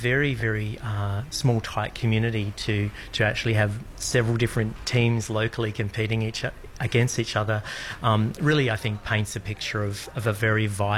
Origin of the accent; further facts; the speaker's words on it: South Australia, Australia; moved away; I'm originally from South Australia